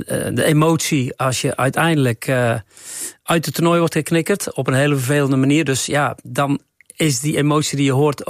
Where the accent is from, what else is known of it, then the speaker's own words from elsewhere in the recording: Netherlands; Maar nog steeds zijn wij Nederlanders. En nog steeds willen wij het liefst vooruit.